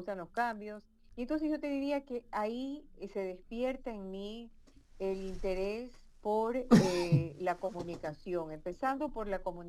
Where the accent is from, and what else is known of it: Guayaquil, Guayas, Ecuador; born there; also born or lived in Manabí; now in Quito, Ecuador